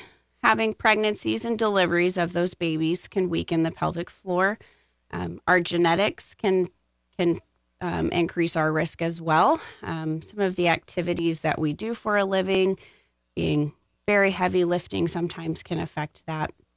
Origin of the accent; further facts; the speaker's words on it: Houston, Texas, United States; moved away as an adult; also born or lived in Galveston, Texas; now in Florence, United States; So I am from Houston, Texas, originally.